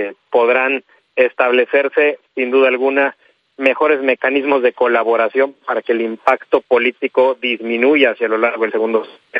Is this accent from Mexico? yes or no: yes; Mexico